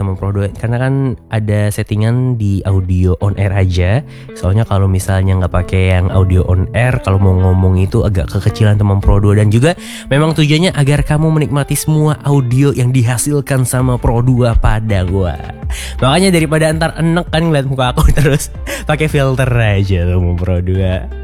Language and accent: Indonesian; Java, Indonesia; kita yang dari Jawa